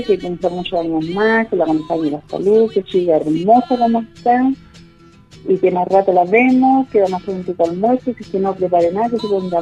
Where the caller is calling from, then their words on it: Los Ángeles, Biobío, Chile; de acá de Pasaje Río Grande.